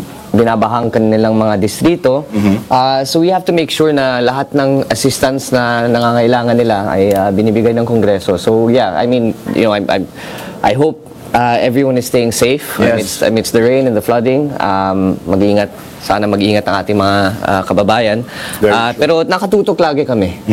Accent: United Kingdom; Wala. Lumaki kami sa UK. Football kami.

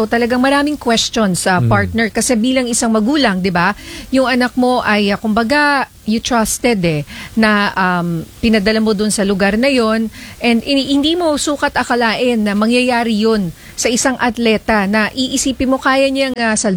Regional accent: Ilocos Region, Philippines; sa amin sa Ilocos

